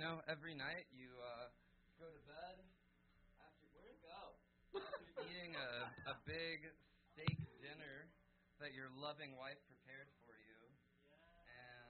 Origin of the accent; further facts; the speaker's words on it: Atlanta, Georgia, United States; I'm a bartender from Atlanta.